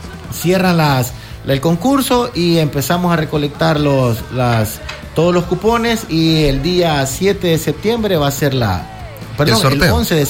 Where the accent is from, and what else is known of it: El Salvador